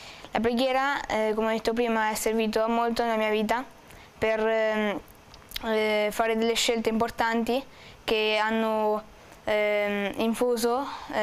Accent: Potenza Picena, Marche, Italy; vengo da Potenza Picena, ho 13 anni

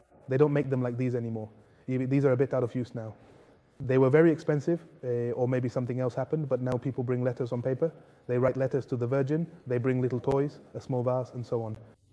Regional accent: Aguascalientes, Mexico; now in Zapopan, Mexico; I'm from Aguascalientes

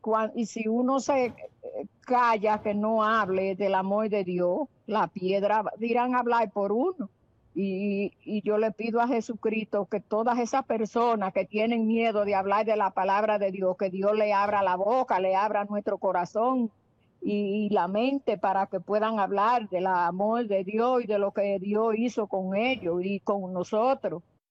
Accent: Bejuco Alambre, Santo Domingo, Dominican Republic; la de Santo Domingo, de Bejuco Alambre. Yo vivo en un campo de Santo Domingo, de Bejuco Alambre.

